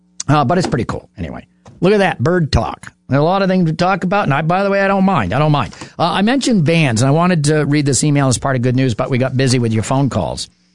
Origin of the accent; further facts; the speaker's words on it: Marlborough, New Hampshire, United States; Marlboro, my hometown